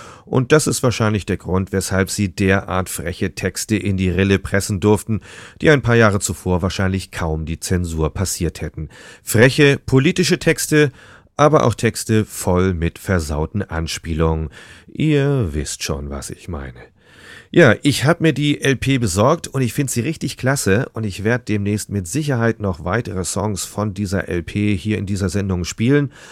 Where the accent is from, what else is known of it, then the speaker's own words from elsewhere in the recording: West Germany, Germany; Ich bin doch Wessi.